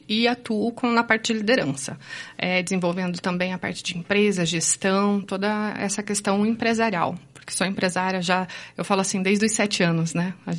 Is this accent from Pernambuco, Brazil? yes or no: no; São José dos Pinhais, Paraná, Brazil; Eu sou de São José dos Pinhais.